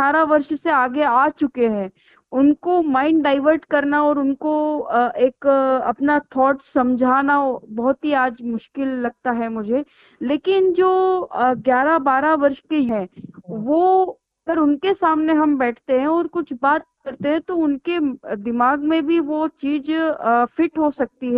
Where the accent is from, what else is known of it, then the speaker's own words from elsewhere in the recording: Ujjain, Madhya Pradesh, India; born there; मेरा जन्मभूमि क्षेत्र भी उज्जैन ही रहा है।